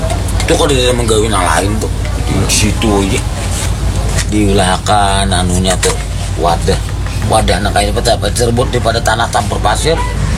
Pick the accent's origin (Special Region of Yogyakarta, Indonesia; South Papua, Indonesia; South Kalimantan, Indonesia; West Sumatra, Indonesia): South Kalimantan, Indonesia; Tapi kalau kita orang Banjar, handap khas orang kita Banjar, artinya ura-urangnya aja namanya terpanjang tuh.